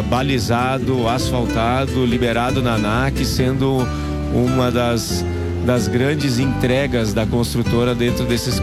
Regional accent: Rio Grande do Sul, Brazil; nós somos daqui, eu não digo de Lajado, nós somos do Vale do Taquari.

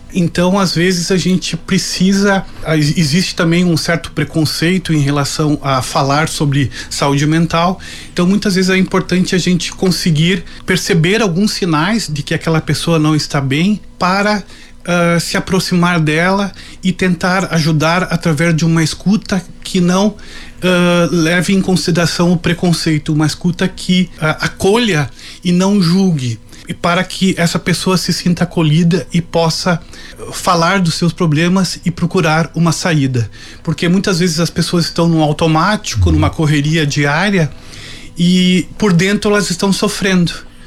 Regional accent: Roca Sales, Rio Grande do Sul, Brazil; now in Lajeado, Brazil; Sou natural de Roca Salles, meu pai é de lá, né? … Com muito orgulho e atualmente resido em Lajeado, né?

